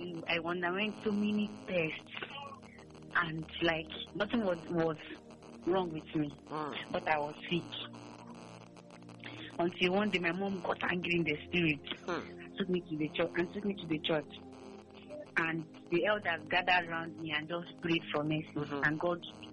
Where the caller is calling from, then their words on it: Okigwe, Imo, Nigeria; I'm calling from Okigwe, sir.